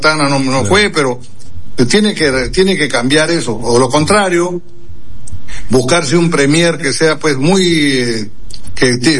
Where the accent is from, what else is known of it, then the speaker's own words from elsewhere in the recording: Peru; acá, en el Perú